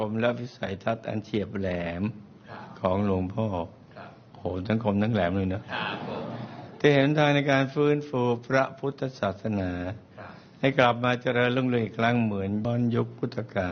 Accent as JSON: {"language": "Thai", "country": "Thailand", "tie": "born or raised there", "said": "ในปีพุทธศักราช2553ผมจึงได้รับภารกิจให้กลับบ้านเกิดไปจัดงานบวชที่จังหวัดอุตรดิตถ"}